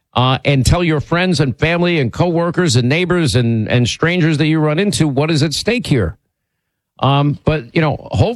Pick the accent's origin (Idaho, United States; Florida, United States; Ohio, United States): Florida, United States; and in my home state of Florida is real.